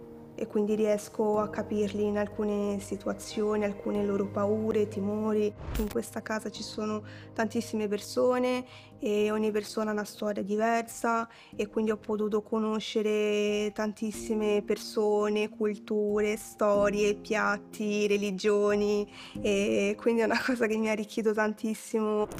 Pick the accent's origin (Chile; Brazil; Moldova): Brazil; São Paulo; Italian is a second language; now in Italy; Sono nata e cresciuta in Brasile, a San Paolo.